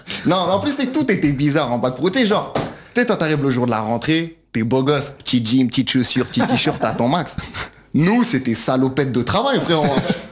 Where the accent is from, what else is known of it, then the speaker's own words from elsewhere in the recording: Brittany, France; Non, moi je suis breton moi à la base.